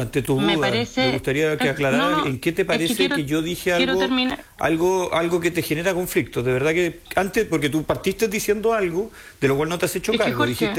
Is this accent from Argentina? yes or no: no; Chile; Sí, obviamente, como chileno no vamos a estar de acuerdo frente a una intervención internacional en nuestro territorio y en nuestras decisiones internas.